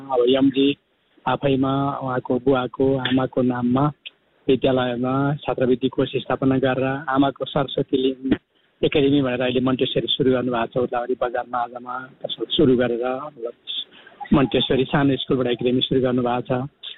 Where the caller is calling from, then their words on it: Mangalbare, Koshi Province, Nepal; अहिले म जहाँ छु मङ्गलबारे भए ठाउँमा चाहिँ 40 डिग्री सेल्सियसभन्दा माथि तातो छ।